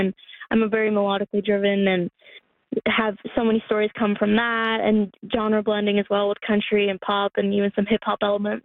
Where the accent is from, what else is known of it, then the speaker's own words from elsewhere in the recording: Newfoundland and Labrador, Canada; I just felt so much love for my home province and my hometown.